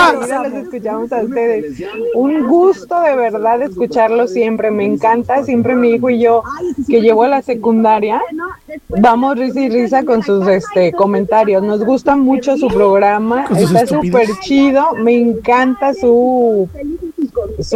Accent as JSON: {"language": "Spanish", "town": "Guadalajara", "region": "Jalisco", "country": "Mexico", "said": "Hola, chicos. … soy de Guadalajara."}